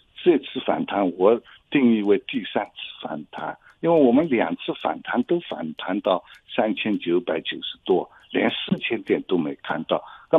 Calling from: Shanghai, China; 我们上海人

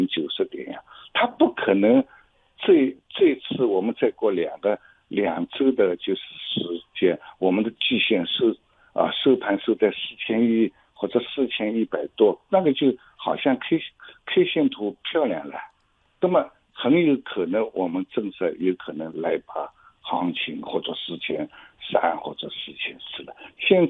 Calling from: Shanghai, China; 我们上海人

